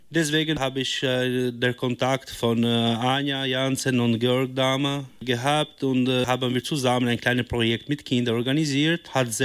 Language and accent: German; Albania; German is a second language; moved away as an adult; also born or lived in Milan, Italy; now in Krefeld, Germany; Wie gerade gesagt, ich komme aus Albanien. Ich habe da studiert und dann mein Master in Mailand abgeschlossen. Und nach einer langen Erfahrung in Mailand, Italien, bin ich Krefeld umgezogen